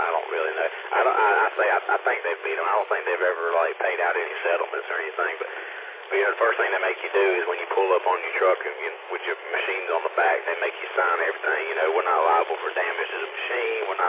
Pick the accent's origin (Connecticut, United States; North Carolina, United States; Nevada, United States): North Carolina, United States; Goldsboro; That's where I was raised up at. I was born and raised in Goldsboro, and Pineville, Nahana area, really, but just north of Goldsboro. That's where I'm from.